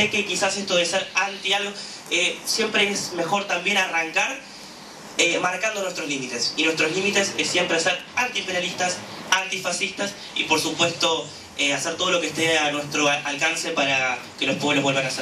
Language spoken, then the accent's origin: Spanish; Argentina; Vengo de Argentina